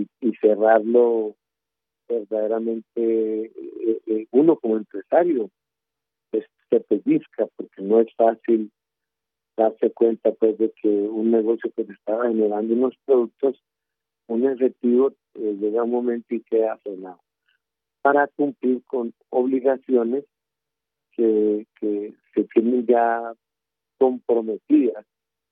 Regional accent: Colombia; Nosotros somos colombianos

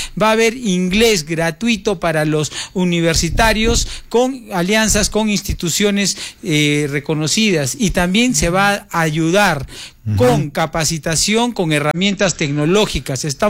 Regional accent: Arequipa, Peru; como buen arequipeño, como buen yanahuarino

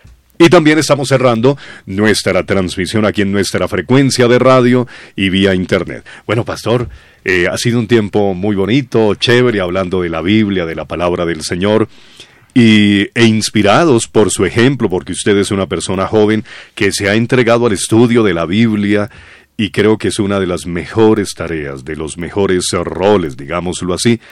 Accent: Colombia; now in Bogotá, Colombia; así hablamos los colombianos, sobre todo aquí en Bogotá

